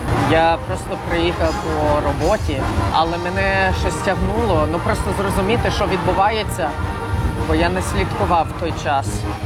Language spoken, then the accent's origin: Ukrainian; Canada; born there; Ukrainian is a second language; also born or lived in Lviv; я жив в Львові декілька років, але я взагалі народився в Канаді.